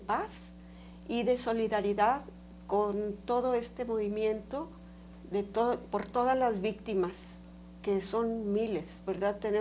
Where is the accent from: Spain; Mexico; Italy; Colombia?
Mexico; es nuestra solidaridad como mexicanos.